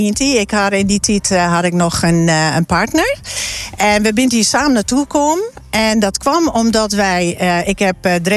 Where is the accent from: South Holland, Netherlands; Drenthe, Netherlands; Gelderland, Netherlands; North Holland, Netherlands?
Drenthe, Netherlands; Dwingeloo; born there; Ik ben geboren in Dwingel.